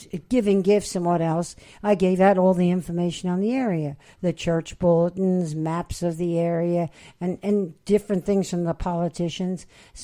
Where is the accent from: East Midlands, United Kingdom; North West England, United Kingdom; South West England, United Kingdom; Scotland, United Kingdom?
Scotland, United Kingdom; I'm Scotch and I'm not Irish.